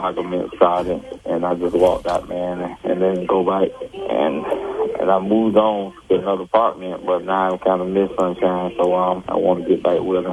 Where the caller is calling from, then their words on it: Miami, Florida, United States; I'm calling from Miami, man.